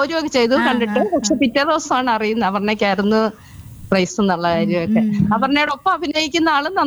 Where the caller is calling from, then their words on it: Amboori, Kerala, India; ഞാൻ അമ്പൂരിൽ നിന്നാണ് വിളിക്കുന്നത്.